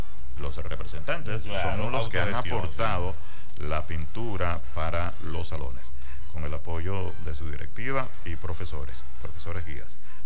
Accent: Caripito, Monagas, Venezuela; born there; now in Maturín, Venezuela; yo como caripiteño, a mí me llegan muchos mensajes de mi pueblo

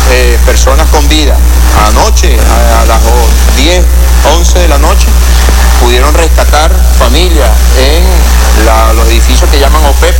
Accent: Venezuela; Nosotros seguiremos demostrando como pueblo venezolano

